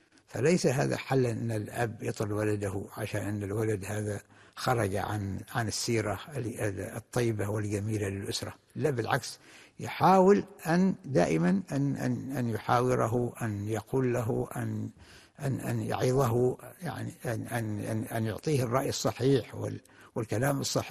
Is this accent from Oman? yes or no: yes; Oman; مثلا عندنا في عمان تجد الواحد أين يذهب، يعني البلد كلها متكاتفة وكلها متعاونة وكلها متعارفة.